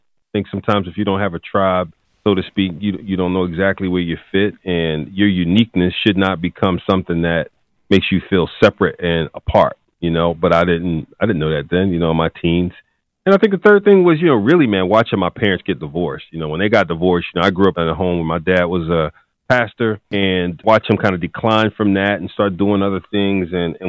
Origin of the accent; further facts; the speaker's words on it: Philadelphia, Pennsylvania, United States; Well, you know, North Philly was tough back then. Athan Butler was considered at that time, man, the drug capital of the world, at least the United States. And I was one of those kids, I think, not unlike many, that had a rough childhood